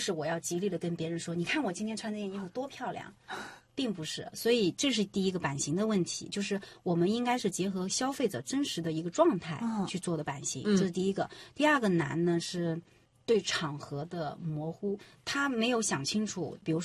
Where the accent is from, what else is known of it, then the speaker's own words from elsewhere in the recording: Shou County, Anhui, China; 我是出生在安徽六安寿县这个城市